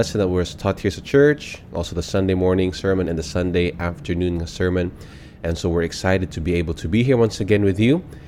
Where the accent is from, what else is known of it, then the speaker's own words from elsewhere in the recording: Philippines; I just love being a Filipino.